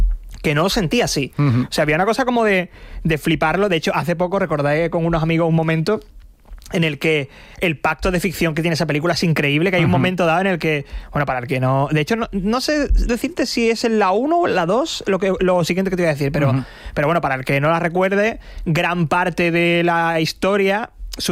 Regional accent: Chiclana de la Frontera, Andalusia, Spain; yo que soy de playa, pues yo soy de Chiclana, en Cádiz

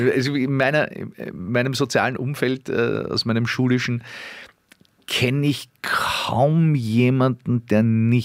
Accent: Mödling District, Lower Austria, Austria; ich bin im Bezirk Mödling aufgewachsen

